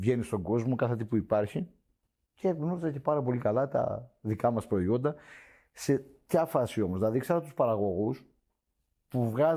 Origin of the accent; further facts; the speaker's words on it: Crete, Greece; γιατί είναι η πόλη μου, μεγάλωσα. Εκεί που είναι το μαγαζί μου και ακριβώς μεγάλωσα.